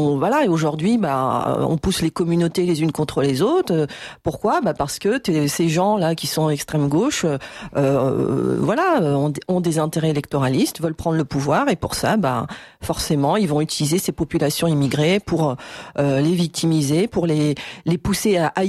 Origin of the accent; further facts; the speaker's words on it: France; Cette génération d'enfants des années 80, 90, on a grandi en France, on est très attaché à ce pays